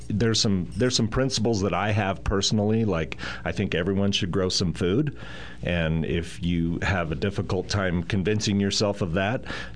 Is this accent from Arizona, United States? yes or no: yes; Prescott, Arizona, United States; I was born in Prescott Community Hospital, or Yavapai Community Hospital